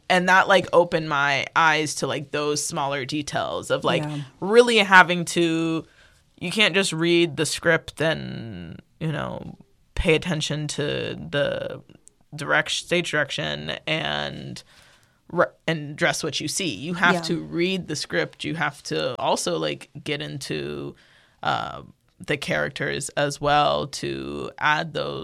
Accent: Kentucky, United States; I grew up in Kentucky, so I wasn't seeing too much variety of things

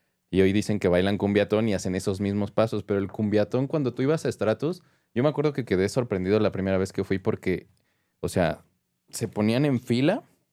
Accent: Pantitlán, Mexico City, Mexico; Yo soy de Panditlán

